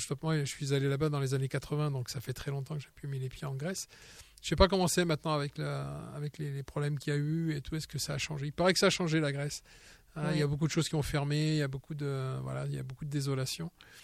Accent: Rimini, Emilia-Romagna, Italy; Je suis plus de l'autre côté sur l'Adriatique. Moi, je suis côté de Rimini.

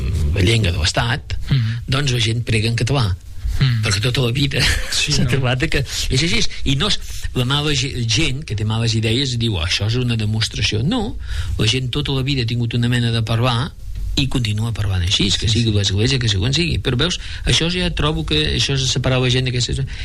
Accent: Aragon, Spain; on m'he criat jo a la Franja de Ponent

